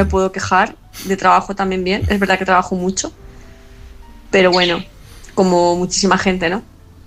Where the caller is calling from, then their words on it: Palma, Balearic Islands, Spain; de Palma de Mallorca